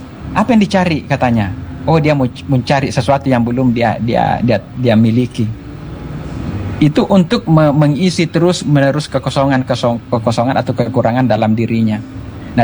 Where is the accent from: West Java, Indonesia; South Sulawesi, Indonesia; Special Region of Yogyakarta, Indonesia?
South Sulawesi, Indonesia; kita Bugis dan Makassar